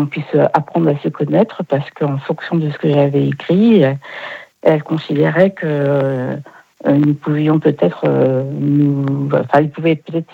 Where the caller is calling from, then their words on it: Le Mans, Pays de la Loire, France